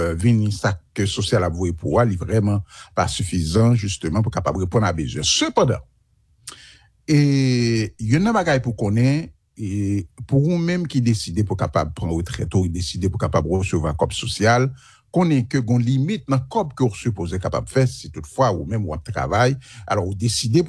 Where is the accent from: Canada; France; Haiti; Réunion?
Haiti; moved away; je suis d'Haïti